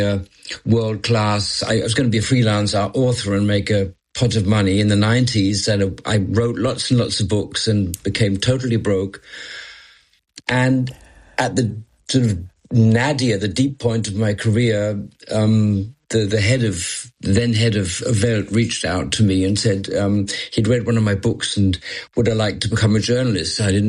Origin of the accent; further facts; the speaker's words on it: Malaysia; also born or lived in London; now in Germany; as a kid, you know, I was born in London and grew up in the what was then the Federation of Malaya, became Malaysia later.